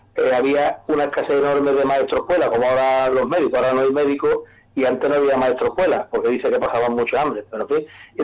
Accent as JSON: {"language": "Spanish", "town": "La Luisiana", "region": "Andalusia", "country": "Spain", "tie": "born or raised there", "said": "Y eso, nací aquí en la Luisiana. Mi madre, bueno, pues de aquí también, de la Luisiana"}